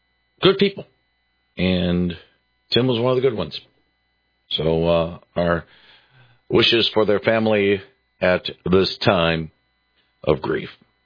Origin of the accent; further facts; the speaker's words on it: Detroit, Michigan, United States; Time in Detroit, of course, my hometown, but at the University of Detroit when I was an undergrad